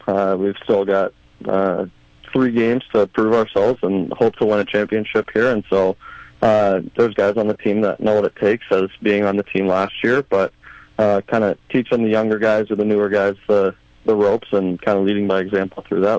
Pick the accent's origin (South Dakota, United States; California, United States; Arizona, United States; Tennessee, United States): South Dakota, United States; Sioux Falls; it kind of meant more coming back to Sioux Falls, playing in the Clark Cup Final against USHL team in my home state